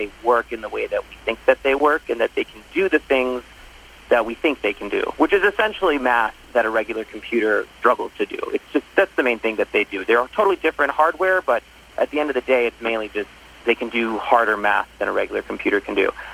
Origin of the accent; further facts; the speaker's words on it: New York City, New York, United States; I was from New York, and I thought, you know, I'm from a, you know, really big city, but I haven't really experienced that much life outside of the city